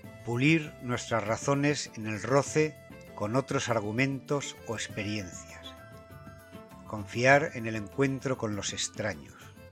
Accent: Bilbao, Basque Country, Spain; Yo soy de Bilbao y vivo en Bilbao

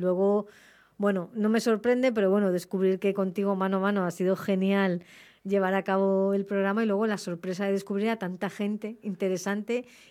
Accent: Madrid, Community of Madrid, Spain; los que venimos a veces de Madrid

